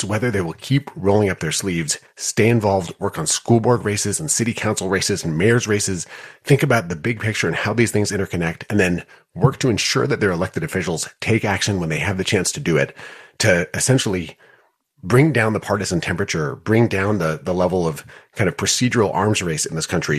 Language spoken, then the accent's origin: English; Wisconsin, United States; including the progressive movement in my home state of Wisconsin